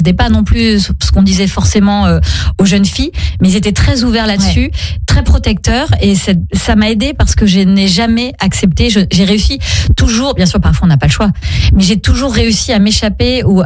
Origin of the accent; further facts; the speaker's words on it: Reims, Grand Est, France; born there; also born or lived in Brest / Nîmes / Laval / Aix-en-Provence; Donc je suis née à Reims alors que nous sommes bretons. Puis après nous sommes partis à Brest, à Nîmes, à Laval, Aix-en-Provence, à Vannes.